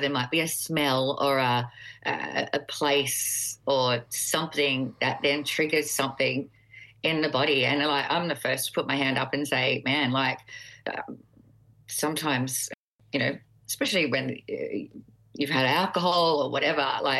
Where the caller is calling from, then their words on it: Sydney, New South Wales, Australia; I'm Zooming in from Sydney